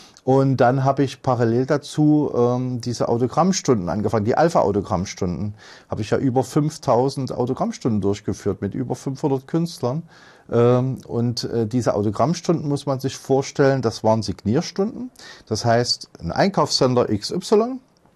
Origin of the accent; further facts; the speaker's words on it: Leipzig, Saxony, Germany; 1970 geboren in Leipzig, noch wohnhaft in Leipzig.